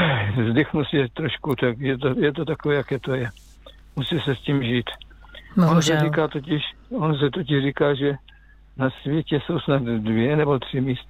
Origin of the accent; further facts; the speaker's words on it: Žaravice, Pardubice Region, Czechia; also born or lived in Kopřivnice; já jsem teda z Kopřivnice, ale vyrůstal jsem v Žaravicích, takže to je 6 km od Brzence.